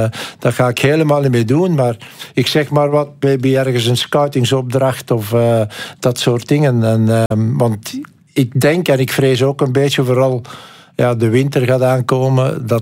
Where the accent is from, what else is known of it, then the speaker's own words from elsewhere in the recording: Belgium; En dan kom je daar als Belg en dan voel je ook dat niemand gelooft in u.